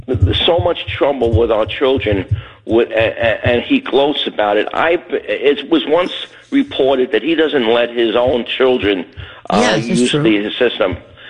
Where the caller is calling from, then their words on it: New York City, New York, United States; I'm from Brooklyn.